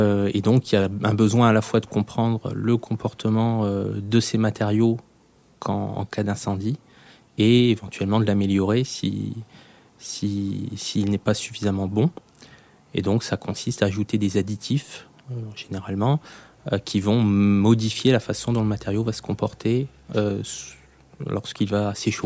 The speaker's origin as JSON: {"language": "French", "region": "Hauts-de-France", "country": "France", "also_born_or_lived": "Reims / Roubaix / Lyon", "moved": "as an adult", "lives_now": "Alès, France", "said": "je suis Picard à l'origine. J'ai fait mes études supérieures à Reims, puis à Roubaix, à l'école textile d'ingénieur. Et ensuite, je suis venu à Alès faire ma thèse"}